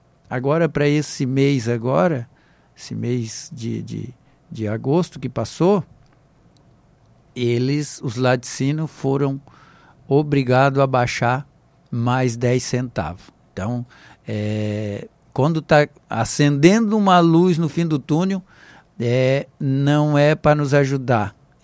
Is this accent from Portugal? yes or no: no; Brazil; nós que somos brasileiros